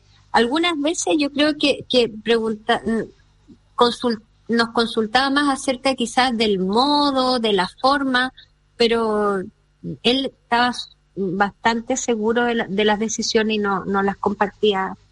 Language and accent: Spanish; Chile; y de las que nosotros también como chilenos nos fuimos enterando, es lo que a él lo transformó.